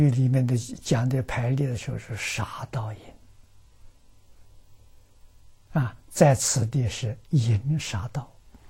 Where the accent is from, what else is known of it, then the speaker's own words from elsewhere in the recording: China; 我们中国人用这个字用的很多啊